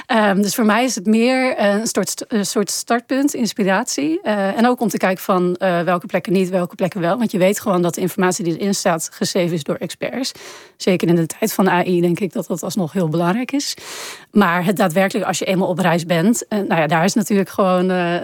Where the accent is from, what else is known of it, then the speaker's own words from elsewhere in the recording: Groningen, Netherlands; Ik kom zelf uit Groningen, heb ik 30 jaar gewoond.